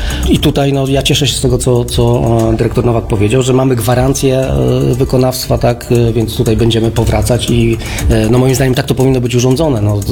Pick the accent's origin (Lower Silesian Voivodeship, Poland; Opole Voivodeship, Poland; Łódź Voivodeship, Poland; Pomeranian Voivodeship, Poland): Lower Silesian Voivodeship, Poland; Wrocław; jako wrocławianin